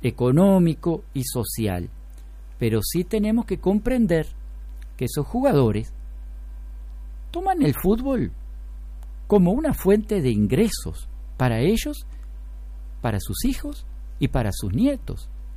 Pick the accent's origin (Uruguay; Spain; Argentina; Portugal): Uruguay